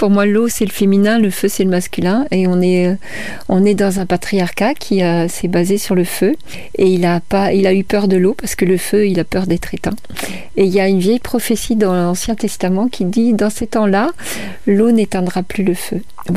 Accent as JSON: {"language": "French", "town": "Paris", "region": "Île-de-France", "country": "France", "tie": "born there"}